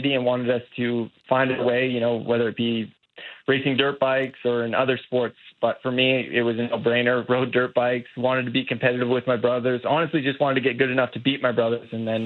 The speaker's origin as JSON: {"language": "English", "country": "Canada", "said": "it's massive being Canadian in my home country, being able to race one of these World Supercross races."}